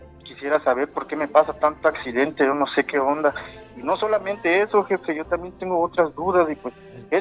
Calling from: Chetumal, Quintana Roo, Mexico; Aquí de la ciudad de Chetumal.

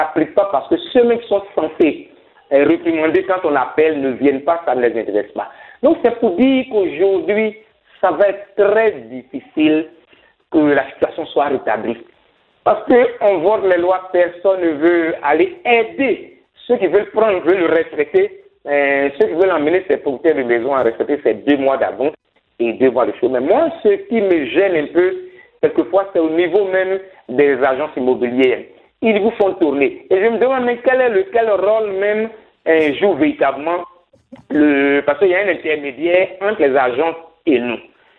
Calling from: Côte d’Ivoire

